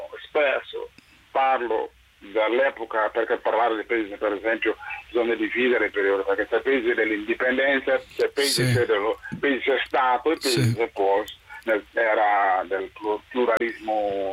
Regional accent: Guinea; nel mio paese, sì, in Guinea, sì.

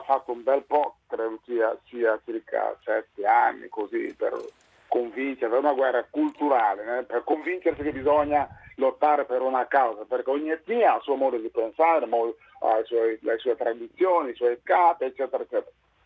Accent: Guinea; questo a un certo punto mi ha portato ad essere persona non grata nel mio paese, sì, in Guinea, diciamo, quindi sono quasi una apolide

